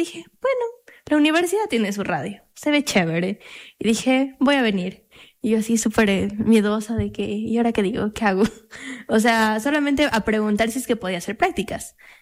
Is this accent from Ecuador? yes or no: yes; Loja, Ecuador; Julia es de Quito. Ya. Yo soy de Loja.